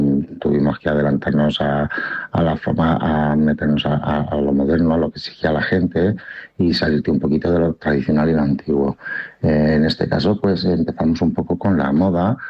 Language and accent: Spanish; Lezuza, Castilla-La Mancha, Spain; born there; No solo pongo que soy de la provincia de Albacete o soy castellano manchego, sino que siempre resalto que soy de mi pueblo de Lezuza, ¿vale? Un pueblecito muy chulo, muy bonito